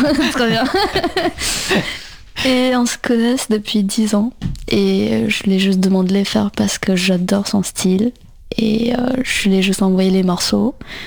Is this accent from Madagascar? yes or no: no; India; French is a second language; Du coup, j'ai grandi en Inde et la première fois que je suis venue en France, c'était en 2012, où j'ai fait une échange avec une famille d'accueil.